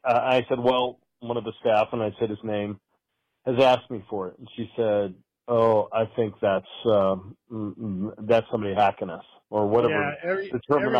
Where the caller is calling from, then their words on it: Las Vegas, Nevada, United States; I'm calling from the Las Vegas area